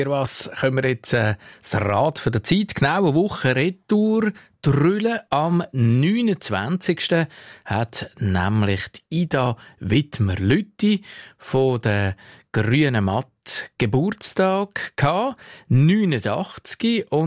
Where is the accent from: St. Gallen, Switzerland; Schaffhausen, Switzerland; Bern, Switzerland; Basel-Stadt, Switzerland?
Bern, Switzerland; Rüegsau; Jetzt der … meine Heimat